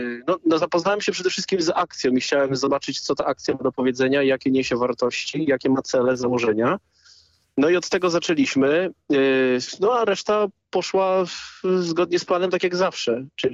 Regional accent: Subcarpathian Voivodeship, Poland; ja pochodzę z Podkarpacia, mieszkam w Rzeszowie

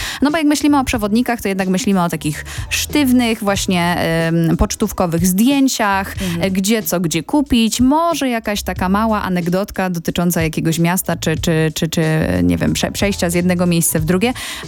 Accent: southern Poland, Poland; ja też jestem z południa Polski.

